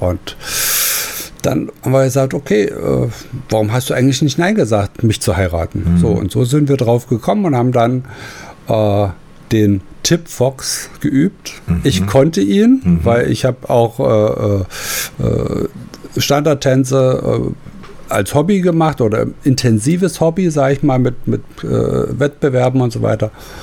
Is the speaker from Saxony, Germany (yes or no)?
yes; Zwickau, Saxony, Germany; wir hatten eine Tanzschule bei uns in Zwickau und da gab es ein großes Kulturhaus. So, und da war ja zu DDR-Zeiten üblich